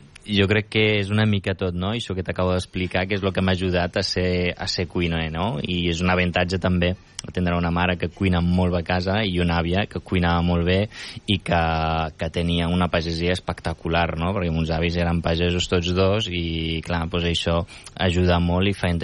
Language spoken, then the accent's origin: Catalan; Rif, Morocco; Catalan is a second language; Jo sóc del Rif, que també és un altre idioma que es parla allà, a la zona del Rif, que no té res a veure amb l'àrab, que a vegades la gent ho confon, i és totalment diferent. De fet, ma mare només parla el bereber